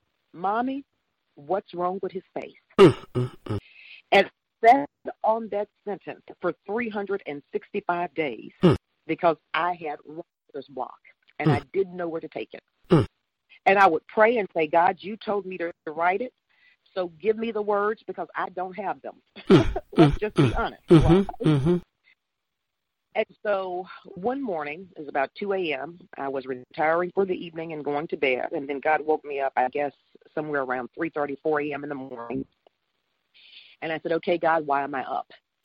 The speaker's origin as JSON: {"language": "English", "region": "Mississippi", "country": "United States", "said": "I am from Mississippi."}